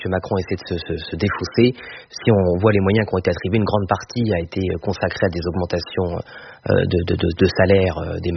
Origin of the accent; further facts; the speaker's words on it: Boulogne-sur-Mer, Hauts-de-France, France; born there; Moi, je suis né à Boulogne-sur-Mer, donc ma famille, comme beaucoup de familles des Hauts-de-France, a été marquée symboliquement par le scandale Outreau.